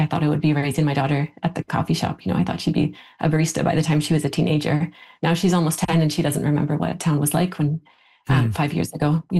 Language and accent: English; Lytton, British Columbia, Canada; I grew up in Lytton, so I knew warm weather. Lytton was Canada's hotspot